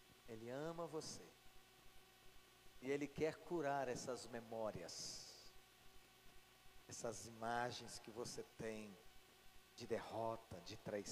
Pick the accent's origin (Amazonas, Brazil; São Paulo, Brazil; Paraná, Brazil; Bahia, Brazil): Bahia, Brazil; Eu sou baiano em quase todas as coisas, menos nessa comida.